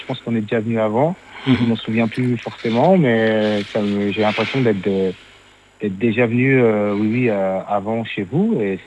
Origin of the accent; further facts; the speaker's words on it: Lille, Hauts-de-France, France; Après, on vient de Lille, donc tu sais, Lille, c'est un carrefour, hein.